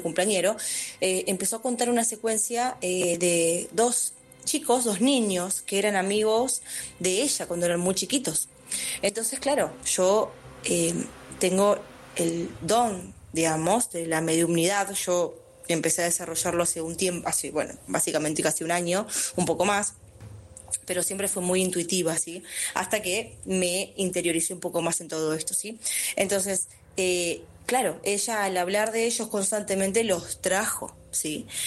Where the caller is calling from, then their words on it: Lomas de Zamora, Buenos Aires Province, Argentina; Soy de Zona Sur, Lomas de Zamora.